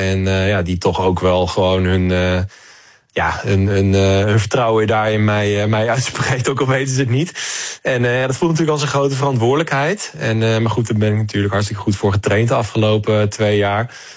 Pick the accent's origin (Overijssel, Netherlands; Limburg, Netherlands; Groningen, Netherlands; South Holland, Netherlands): Overijssel, Netherlands; Deventer; En ja, ik kom uit Deventer. Dus een dagje naar het strand was echt een jaarlijks uitje.